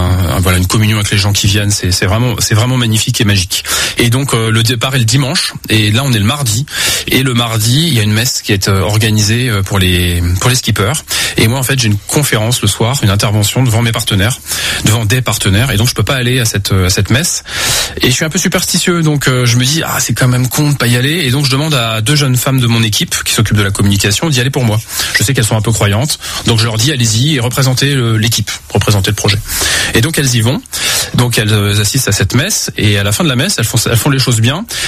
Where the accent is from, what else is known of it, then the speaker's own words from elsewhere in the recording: Pays de la Loire, France; now in Vannes, France; dans le Maine-et-Loire, là où j'ai grandi, où mes parents avaient encore leur maison à cette époque-là.